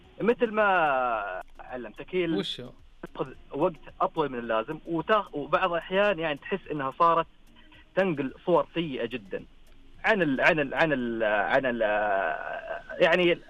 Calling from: Mecca, Makkah Province, Saudi Arabia

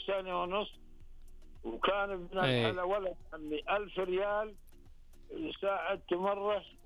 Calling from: Ha'il, Ha'il Province, Saudi Arabia; والله أكلمك من حايط.

